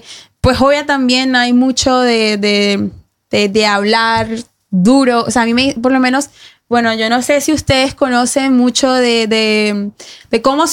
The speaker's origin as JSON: {"language": "Spanish", "town": "Barranquilla", "region": "Atlántico", "country": "Colombia", "moved": "yes", "said": "Por lo menos yo vengo de Barranquilla, la tierra de … para los que no saben, y de Sofía Vergara."}